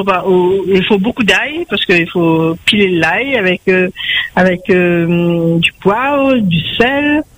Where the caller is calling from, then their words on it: Saint-Denis, Réunion; moi j'habite à Saint-Denis.